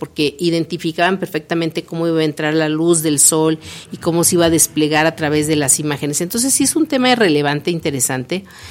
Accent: Mexico

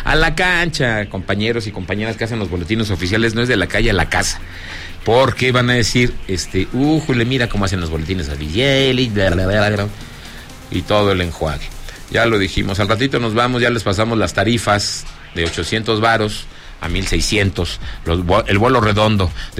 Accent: Zacatecas, Mexico; porque yo estoy y vivo en Zacatecas. ¿Cómo ven? Es muy sencillo, ¿no? Esto se llama mi tierra Zacatecas, yo hablo de Zacatecas, no se llama mi tierra Coahuila.

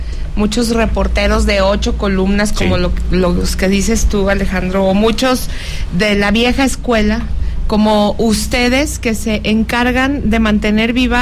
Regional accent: Mexico; Yo solamente ejercí un derecho que tengo como ciudadana mexicana a interponer la denuncia correspondiente

